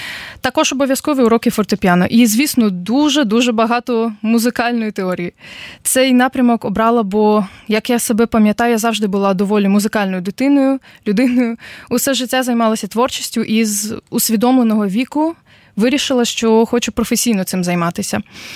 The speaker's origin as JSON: {"language": "Ukrainian", "town": "Odesa", "region": "Odesa Oblast", "country": "Ukraine", "lives_now": "Darmstadt, Germany", "said": "мені 20 років. Я сама родом з України, з найчудовішого міста Одеси."}